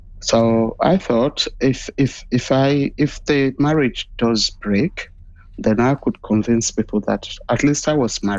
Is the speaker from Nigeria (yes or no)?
yes; Nigeria; moved away as an adult; It was a tough thing to be a lesbian or someone that is LGBTIQ growing up in Nigeria.